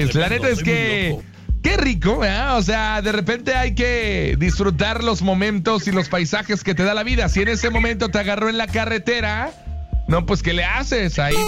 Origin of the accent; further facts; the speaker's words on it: Cuernavaca, Morelos, Mexico; Yo soy de Cuernavaca, compadre, seguido voy para allá, para tu casa, allá en Cuernavaca.